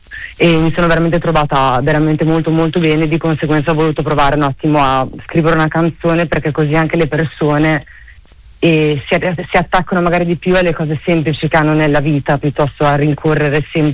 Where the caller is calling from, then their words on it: Bologna, Emilia-Romagna, Italy; Sono da Bologna, vi chiamo da Bologna io.